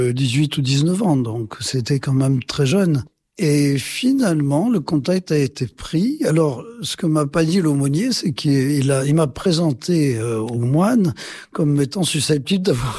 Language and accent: French; Nouvelle-Aquitaine, France; born there; Je suis né donc en Limousin, dans une famille qui n'était pas spécialement portée sur les choses de la religion